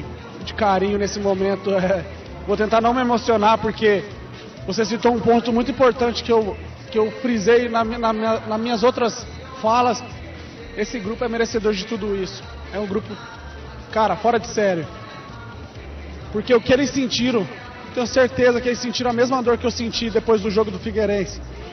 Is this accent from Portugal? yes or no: no; Claudia, Mato Grosso, Brazil; moved away; Como foi quando eu saí de Cláudia, Mato Grosso, uma cidade muito pequena.